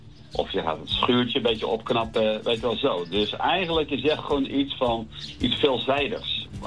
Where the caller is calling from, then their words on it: Voorhout, South Holland, Netherlands; ik kom uit Voorhout.